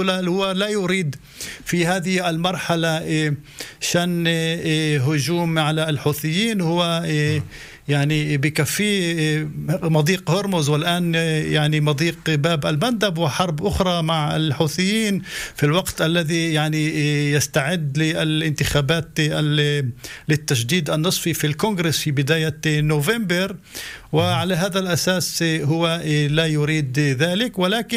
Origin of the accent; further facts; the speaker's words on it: Saudi Arabia; ولا يمكن لنا كسعوديين أن نجلس في سلطنة عمان مع الإيرانيين